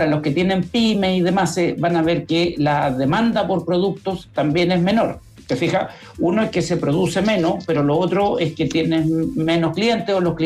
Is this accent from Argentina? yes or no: no; Chile